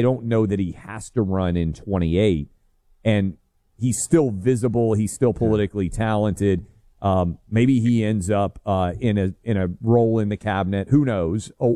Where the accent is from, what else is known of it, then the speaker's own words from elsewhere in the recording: Tennessee, United States; You can play in Arizona, Colorado, Illinois, Indiana, Michigan, New Jersey, Ohio, Virginia, my home state of Tennessee, and Florida.